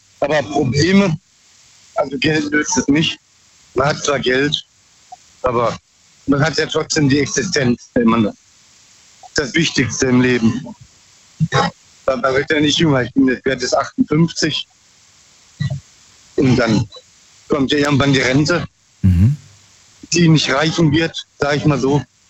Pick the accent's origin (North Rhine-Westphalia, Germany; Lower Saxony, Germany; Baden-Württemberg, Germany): Baden-Württemberg, Germany; Bruchsal; Ich komme aus Bruchsal.